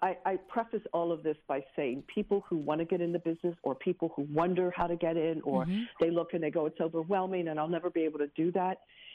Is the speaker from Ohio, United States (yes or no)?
yes; Cincinnati, Ohio, United States; I mean, I'm from Cincinnati, Ohio, so I have to give a shout out to the Midwest.